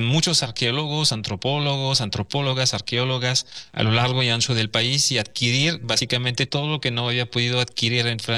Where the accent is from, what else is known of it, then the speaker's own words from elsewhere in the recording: Monterrey, Nuevo León, Mexico; para forjar un poquito mejor nuestra identidad como regios y personas del noreste de México.